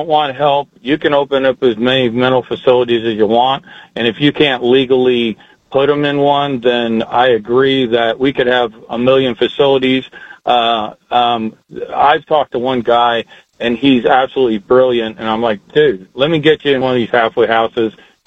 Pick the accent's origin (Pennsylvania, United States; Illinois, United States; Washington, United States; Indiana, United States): Indiana, United States; Indianapolis; growing up in Indianapolis in the 70s